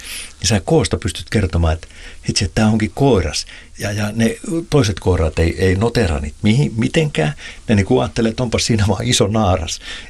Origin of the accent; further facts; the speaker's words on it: Pori, Satakunta, Finland; Mä muistan 80-luvulla, niin kun mä oon Porista kotoisin, niin siellä oli vielä suokukkoja soittimia